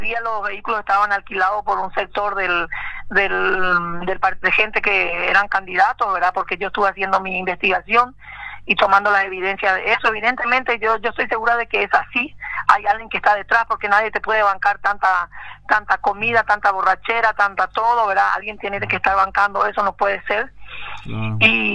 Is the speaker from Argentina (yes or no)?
no; Hernandarias, Alto Paraná, Paraguay; somos nacidos y criados en Hernandarias